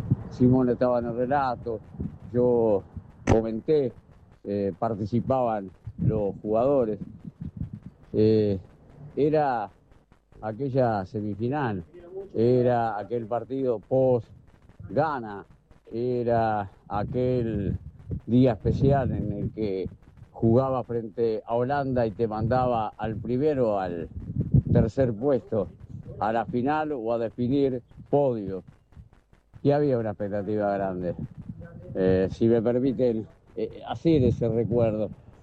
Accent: Uruguay; como uruguayo sentía eso

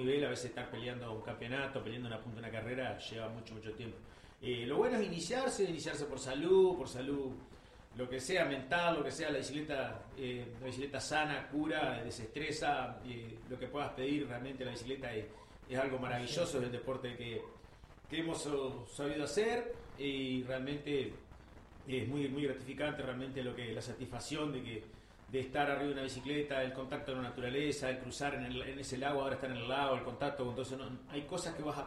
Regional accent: Buenos Aires, Argentina; Toda mi vida viví lo que es a la vuelta de River, el barrio acá del asilo, acá viví ahí.

